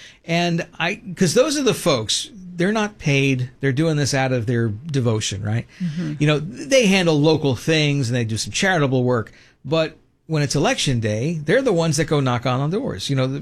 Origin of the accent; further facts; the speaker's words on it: Florida, United States; I'm from Florida.